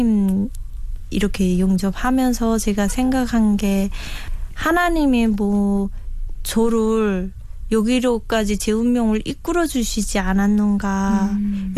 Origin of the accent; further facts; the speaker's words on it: North Korea; also born or lived in China; now in South Korea; 제가 북한에 있었으면 이제 해외로 나갈 기회가 없단 말이에요.